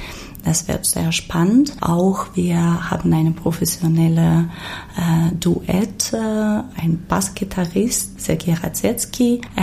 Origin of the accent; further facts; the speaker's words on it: Ukraine; now in Germany; Genauso umgekehrt, ich als Ukrainerin, bis ich nach Deutschland gekommen bin, konnte ich auch nur … vielleicht, noch ein paar Ban